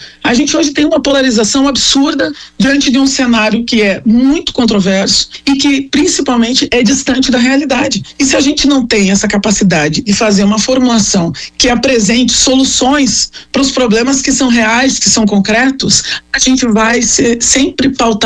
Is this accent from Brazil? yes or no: yes; Porto Alegre, Rio Grande do Sul, Brazil; eu me criei eu cresci numa ocupação aqui em Porto Alegre, numa comunidade.